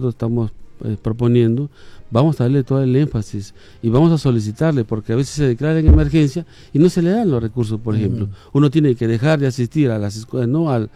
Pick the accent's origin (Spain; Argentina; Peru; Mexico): Peru; Santo Domingo, Piura; yo provengo del distrito de Santo Domingo, de la Sierra, ¿no? Soy natural de ese distrito.